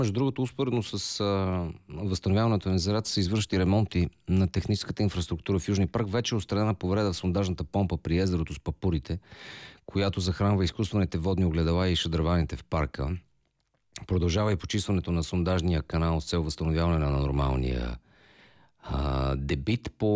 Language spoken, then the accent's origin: Bulgarian; Sofia, Sofia City, Bulgaria; съм израснал в Стрелбище. И сега живея горе в Емил Марков.